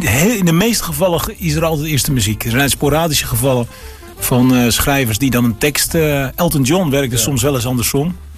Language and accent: Dutch; Netherlands; wij komen toch uit Holland